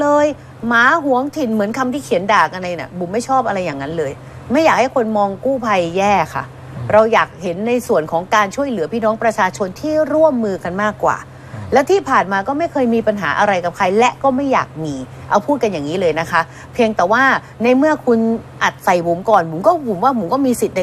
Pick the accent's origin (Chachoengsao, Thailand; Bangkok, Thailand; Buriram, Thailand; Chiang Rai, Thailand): Chachoengsao, Thailand; Ban Pho; ดิฉันเป็นคนบ้านโพตำบลดอนทรายอำเภอบ้านโพจังหวัดฉะเชิงเทรา